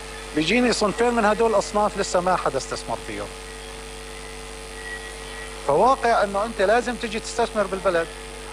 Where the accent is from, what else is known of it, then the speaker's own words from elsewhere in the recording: Aleppo, Aleppo Governorate, Syria; نحن من حلب،